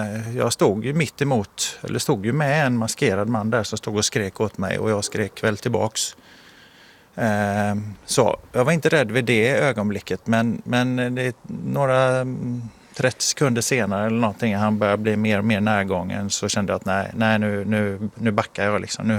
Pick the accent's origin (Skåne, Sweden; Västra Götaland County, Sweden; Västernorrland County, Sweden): Västra Götaland County, Sweden; Gothenburg; stan Göteborg, liksom min hemstad.